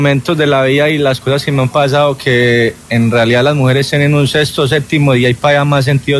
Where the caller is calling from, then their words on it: Colombia; Yo soy orgulloso transportador de Colombia.